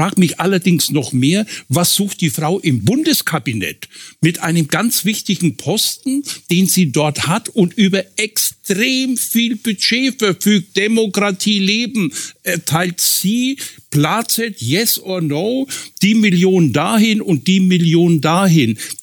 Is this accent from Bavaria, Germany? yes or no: yes; Bavaria, Germany; born there; weil ich natürlich gebürtiger Bayer eher das CSU-Gedankengut gepflegt habe